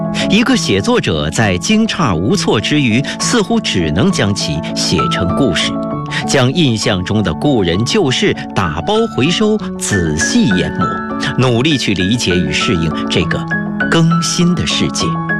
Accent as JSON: {"language": "Chinese", "region": "Northeast China", "country": "China", "tie": "born or raised there", "moved": "yes", "lives_now": "Beijing, China", "said": "虽然说我的祖籍是江苏，但是我是在东北长大的。"}